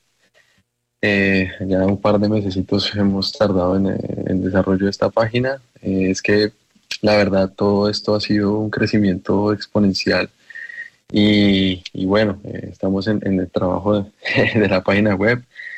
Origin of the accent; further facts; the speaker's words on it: Colombia; creo que como colombianos tenemos esa creatividad, esa resiliencia